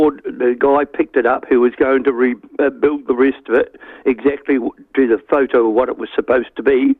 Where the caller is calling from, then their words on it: Otago, New Zealand; I'm ringing from Ashley Tarkova Valley in the Catlins.